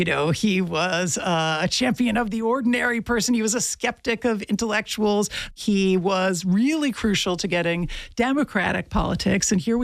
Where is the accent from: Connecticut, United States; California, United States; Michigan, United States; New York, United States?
Connecticut, United States; So I come from Connecticut. No one talks about Connecticut history.